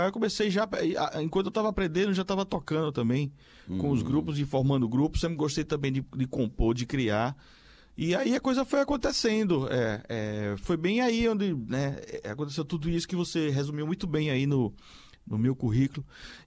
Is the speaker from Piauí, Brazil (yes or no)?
no; Garanhuns, Pernambuco, Brazil; also born or lived in Recife; Eu nasci no interior, né, em Garanhuns, Agreste de Pernambuco.